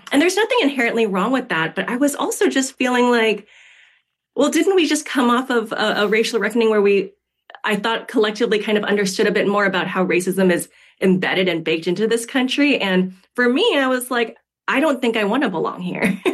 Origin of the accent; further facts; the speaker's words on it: California, United States; the first Asian ethnoburb where I grew up in San Gabriel Valley outside of Los Angeles